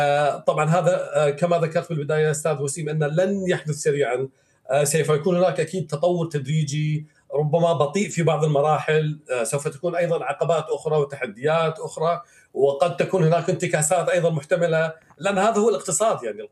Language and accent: Arabic; Syria; الآن خلينا نقول الكرة في ملعبنا إحنا كسوريين،